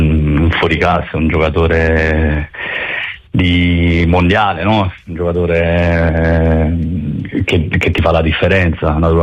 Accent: Naples, Campania, Italy; sono contento da napoletano che qualche ragazzo del settore giovanile, qualche napoletano veste la maglia della prima squadra, perché diciamo quando da napoletano giochi con quella squadra avverti un sapore diverso, no?

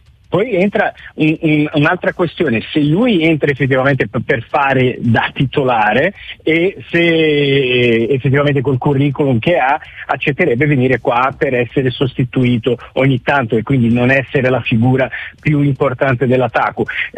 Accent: Brazil; now in Italy

